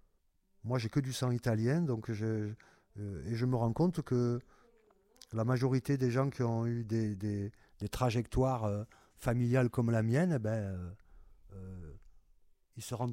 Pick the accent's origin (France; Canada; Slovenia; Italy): France; Marseille, Provence-Alpes-Côte d'Azur; moi en tant que Marseillais